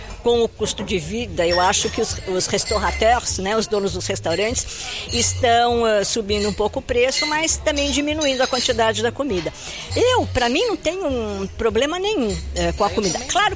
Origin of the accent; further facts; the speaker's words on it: Brazil; now in Paris, France; Quando eu falo francês, eu digo que eu sou brasileira. Ai, mas você fala tão bem. Eu falo, j'ai un accent quand même.